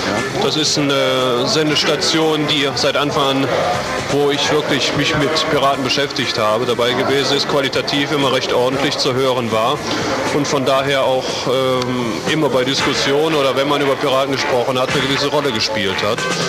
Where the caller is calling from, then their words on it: Leverkusen, North Rhine-Westphalia, Germany; Ich komme hier aus dem Kölner Raum, genau gesagt aus Leverkusen